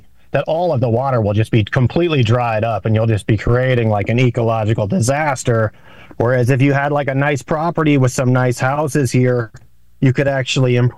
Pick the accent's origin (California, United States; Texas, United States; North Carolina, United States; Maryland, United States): California, United States; I grew up on Miranda Road, not far from here.